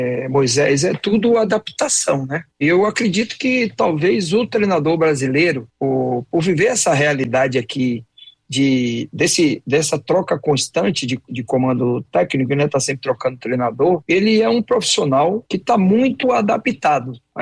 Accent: Salvador, Bahia, Brazil; eu nesse momento eu estou em Salvador, né? Que é a minha cidade natal, é a minha base, né?

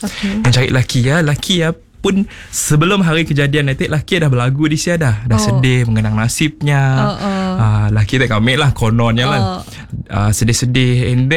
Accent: Kuching, Sarawak, Malaysia; now in Bintulu, Malaysia; Kami berasal daripada Kuching, Sarawak.

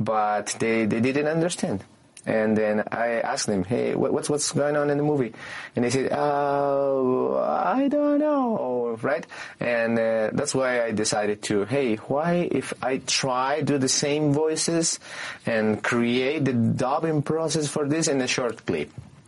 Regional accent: Cusco, Peru; first language Quechua; English is a second language; now in New York, United States; I was born in Cusco City, but I passed my first years with my mother in the countryside. She was a teacher, is retired. And so that's where I learned the Quechua

